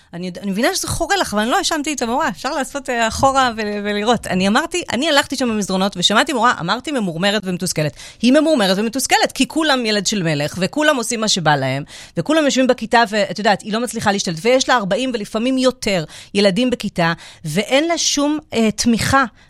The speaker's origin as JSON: {"language": "Hebrew", "town": "Netanya", "region": "Central District", "country": "Israel", "tie": "born or raised there", "moved": "yes", "lives_now": "Pardes Hanna, Israel", "said": "אז אני גדלתי בנתניה"}